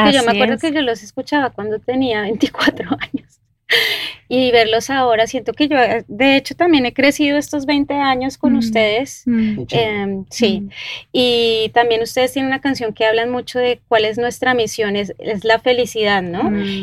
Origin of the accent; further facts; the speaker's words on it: Colombia; muchos de los que vamos a sus conciertos somos latinoamericanos, colombianos, que de alguna manera ustedes nos traen a Colombia acá